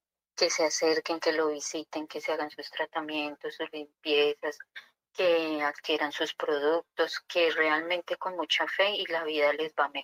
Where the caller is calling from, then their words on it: Siachoque, Boyacá, Colombia; aquí es de Siachoque, en Boyacá.